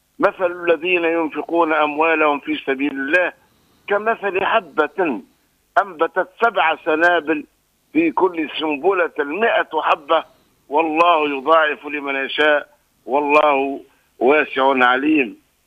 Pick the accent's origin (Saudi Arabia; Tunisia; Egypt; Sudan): Tunisia; اللهم يا ربي اجعل بلادنا تونس وسائر بلاد المسلمين آمينة هنيئة